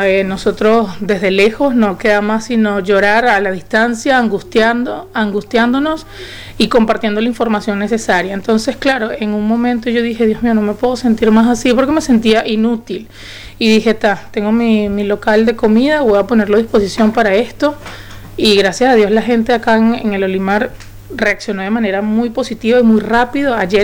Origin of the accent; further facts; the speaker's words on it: Barquisimeto, Lara, Venezuela; moved away as an adult; now in Treinta y Tres, Uruguay; soy venezolana de la ciudad de Barquisimeto. Tengo 8 años acá en Uruguay, tengo 6 años acá en 33.